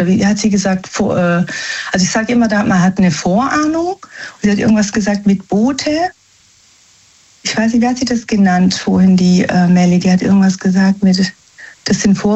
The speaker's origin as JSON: {"language": "German", "town": "Naples", "region": "Campania", "country": "Italy", "said": "Also wir sind Frankreich-Fan, aber wir sind eigentlich Italiener, also aus Neapel, wir stammen aus Neapel."}